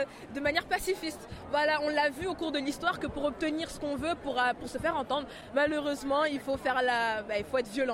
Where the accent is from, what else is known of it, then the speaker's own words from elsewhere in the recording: Tremblay-en-France, Île-de-France, France; Et moi, je viens du coup de Tremblay en France, à côté de Villepinte et Sevran. Du coup, voilà. Et en tant que Tremblaisienne